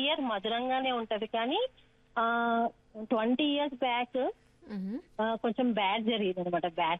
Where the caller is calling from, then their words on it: Hyderabad, Telangana, India; నేను from Hyderabad pole city Karwan నుంచి.